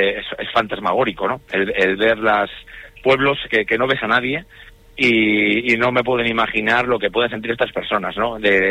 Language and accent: Spanish; Basque Country, Spain; nosotros en el País Vasco tenemos un bosque más fresco